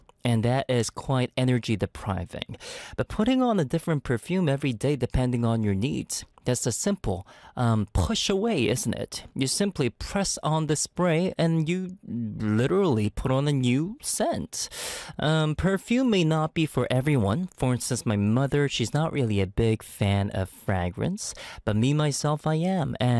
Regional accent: Canada; now in Korea; But me growing up in Canada, I just grew up with it.

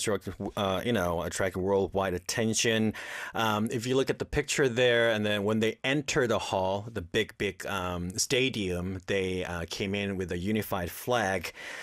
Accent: South Korea; Guys, please, come on. I'm from South Korea.

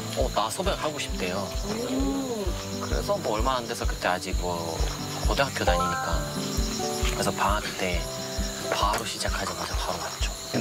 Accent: Poland; Korean is a second language; moved away as an adult; now in South Korea; 제가 원래 폴란드에 있으면서

